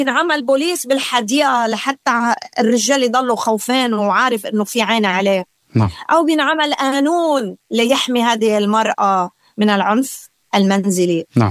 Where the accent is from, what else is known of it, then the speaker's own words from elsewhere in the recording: Lebanon; كوني لبنانية